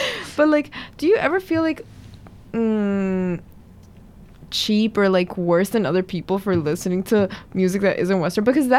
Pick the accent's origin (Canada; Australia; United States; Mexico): Mexico; I'm from Mexico.